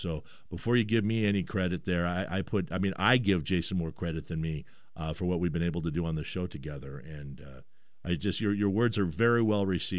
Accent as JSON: {"language": "English", "town": "Vancouver", "region": "British Columbia", "country": "Canada", "tie": "born there", "said": "I was born in Vancouver, and I was just up in Abbotsford last Saturday"}